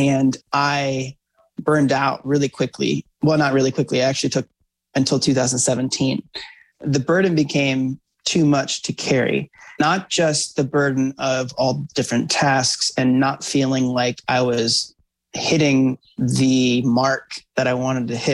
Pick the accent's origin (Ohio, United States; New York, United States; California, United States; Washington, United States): Ohio, United States; Columbus; I'm from Columbus